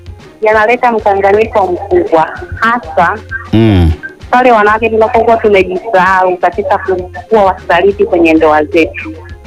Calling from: Chanika, Dar es Salaam, Tanzania; Niko Chanika

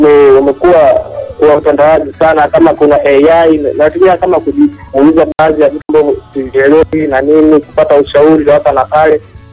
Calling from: Dar es Salaam, Tanzania; natokea Dar es Salaam Chanika.

